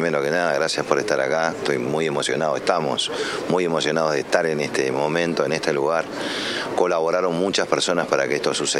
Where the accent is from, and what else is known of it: Uruguay